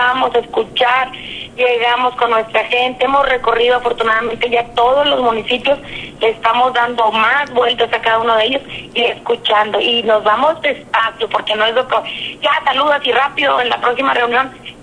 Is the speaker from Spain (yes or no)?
no; Coahuila, Mexico; somos los coahuilenses, somos los habitantes del Distrito 3